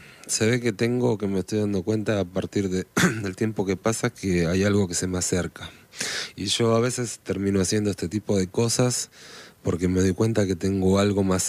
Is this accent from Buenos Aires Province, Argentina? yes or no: yes; Lincoln, Buenos Aires Province, Argentina; Vengo de Lincoln.